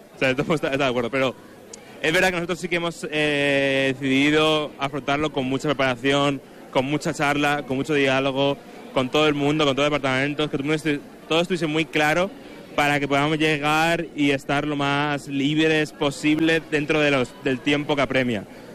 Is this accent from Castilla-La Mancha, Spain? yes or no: yes; Albacete, Castilla-La Mancha, Spain; No, yo soy de Albacete.